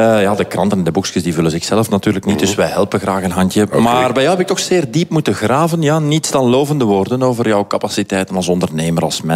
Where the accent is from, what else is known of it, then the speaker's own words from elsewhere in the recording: Breendonk, Antwerp, Belgium; Ik ben uit Breendonk afkomstig.